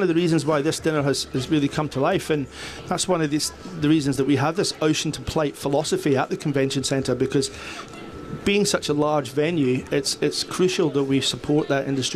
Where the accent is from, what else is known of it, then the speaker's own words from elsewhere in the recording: New South Wales, Australia; I came in from interstate. I came in from New South Wales.